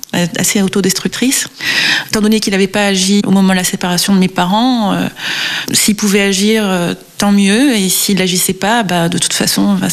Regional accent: Réunion; also born or lived in Marseille / Valenciennes / French Guiana; Voilà, je suis née à Marseille. J'ai grandi un peu à Valenciennes, un peu en Guyane et essentiellement à La Réunion.

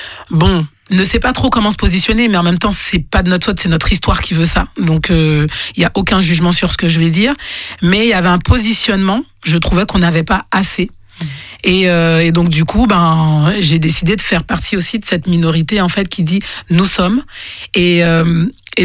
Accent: Guadeloupe; je suis guadeloupéenne et j'ai quand même, même si c'est tout petit sur le planisphère, ben... J'en suis extrêmement fière.

